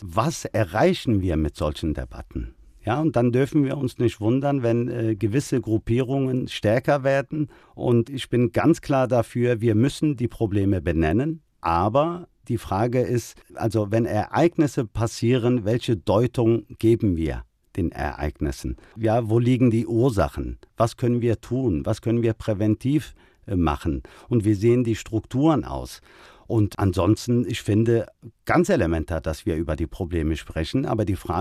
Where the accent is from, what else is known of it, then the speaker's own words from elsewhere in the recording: Germany; Ich gehöre in diese Gesellschaft, ich bin Deutscher, aber ich habe auch eine Identität.